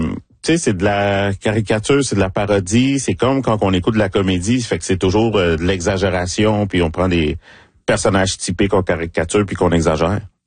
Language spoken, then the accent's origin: French; Laval, Quebec, Canada; ça me rappelle Laval parce que je viens de Laval ou rien puis il faut toujours représenter